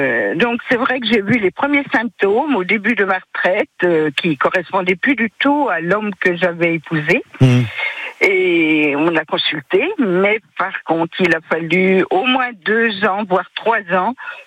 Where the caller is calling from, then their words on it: Saint-Vallier, Bourgogne-Franche-Comté, France; à côté de Mont-sur-les-Mines.